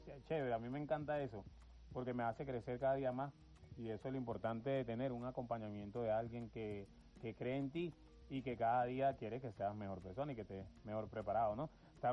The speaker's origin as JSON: {"language": "Spanish", "country": "Venezuela", "said": "Como venezolanos y venezolanas, hermano, te damos las gracias a ti y a todo ese equipo"}